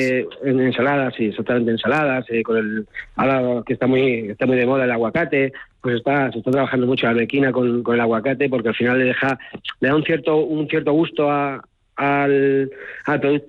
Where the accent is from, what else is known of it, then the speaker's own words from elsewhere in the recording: Alcázar de San Juan, Castilla-La Mancha, Spain; nosotros somos, el origen somos la Alcázar de San Juan, la familia, la finca también está en el término de Alcázar de San Juan